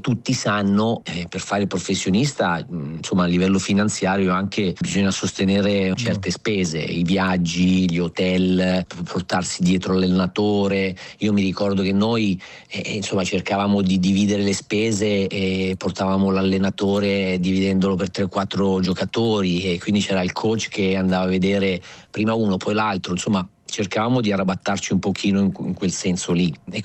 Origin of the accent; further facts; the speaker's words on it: Monza, Lombardy, Italy; moved away as an adult; also born or lived in Vico Equense / Martina Franca; sono poi cresciuto sì a Monza con maestri Gambacurta e Galmozzi fino ai 20 anni.